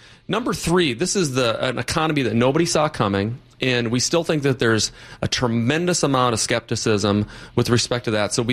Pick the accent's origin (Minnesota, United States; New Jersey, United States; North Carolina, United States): Minnesota, United States; I was born and raised in Minnesota.